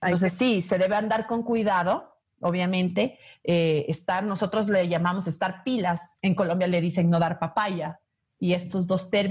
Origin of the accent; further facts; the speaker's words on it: Quito, Pichincha, Ecuador; en la ciudad de Quito, yo soy quiteña